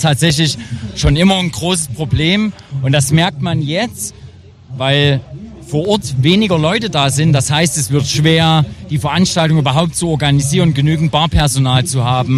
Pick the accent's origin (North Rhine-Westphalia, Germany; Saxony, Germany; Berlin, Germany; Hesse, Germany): Saxony, Germany; Grimma; Also in meiner Jugend war in Grimmer durchaus noch sehr viel